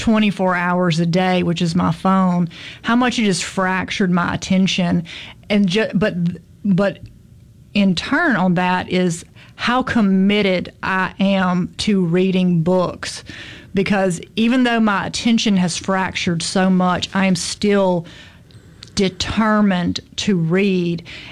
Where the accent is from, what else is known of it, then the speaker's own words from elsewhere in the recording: Mississippi, United States; You know, I'm from the Mississippi Delta